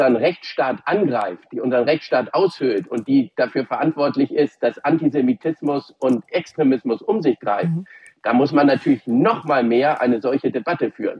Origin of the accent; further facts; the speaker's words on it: Hamburg, Germany; Ja, also ich komme ja nicht aus Bayern, sondern bin Hamburger Jung